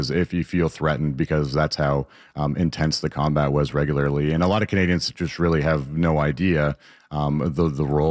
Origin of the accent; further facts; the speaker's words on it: London, United Kingdom; because it's very difficult to go from being a Londoner and then going into an active combat zone like that.